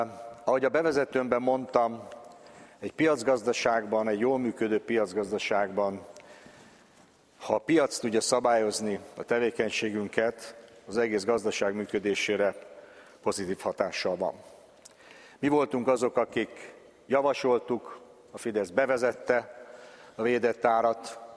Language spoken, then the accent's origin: Hungarian; Hungary; erre mint magyarok azért valamennyire büszkék lehetünk